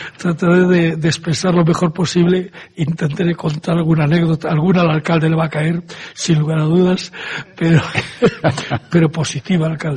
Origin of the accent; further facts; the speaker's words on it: Taboada, Galicia, Spain; Porque yo soy de Taboada, y del sur, y de Chantada, Monforte.